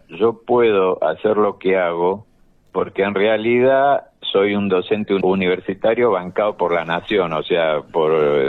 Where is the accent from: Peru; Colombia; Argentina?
Argentina; La Plata, Buenos Aires Province; born there; now in Oberá, Argentina; nací yo allá en La Plata